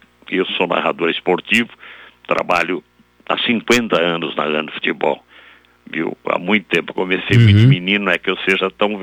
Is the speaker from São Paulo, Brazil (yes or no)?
yes; São Paulo, Brazil; eu sou de São Paulo